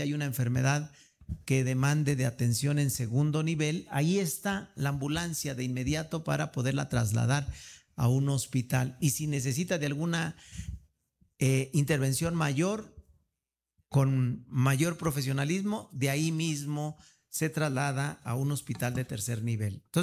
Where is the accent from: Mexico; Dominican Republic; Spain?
Mexico; Zacatecas; quienes hemos vivido mucha historia, que lo somos muchos zacatecanos.